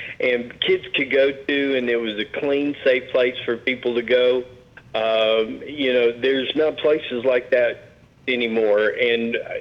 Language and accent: English; Chattanooga, Tennessee, United States; moved away; When I came from Chattanooga up here, I was used to skating places like Roller Coaster, Skate World, stuff like that. Some big skating rink where I was from.